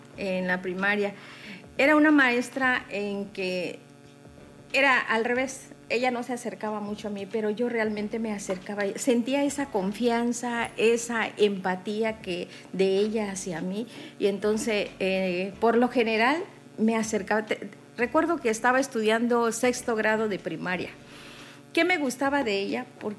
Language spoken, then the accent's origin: Spanish; Palizada, Campeche, Mexico; moved away; soy originaria de Empalizada